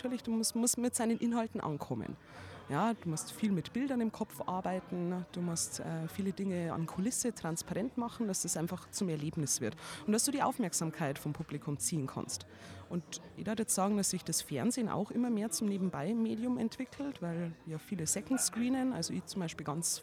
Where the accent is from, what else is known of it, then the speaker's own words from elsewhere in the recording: Bavaria, Germany; moved away as an adult; now in Salzburg, Austria; Also ich bin in meiner Heimatstadt in Bayern schon nach dem Abi ins Funkhaus gegangen und habe dort Radio gemacht